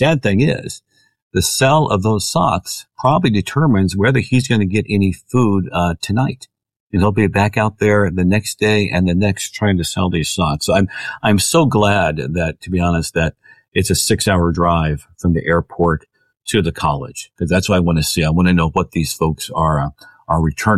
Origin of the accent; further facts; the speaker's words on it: Indiana, United States; I'm from Indiana, so I know my corn and my soybeans